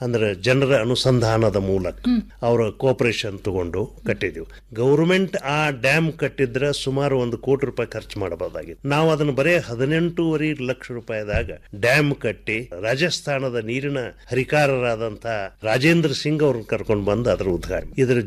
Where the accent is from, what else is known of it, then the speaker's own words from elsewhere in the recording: Karnataka, India; ನನ್ನ ಊರಮ್ಮ ಮಲಬಾದ್ ಅಂತ ಅಥಣಿ ತಾಲೂಕಿನ ಹಳ್ಳಿ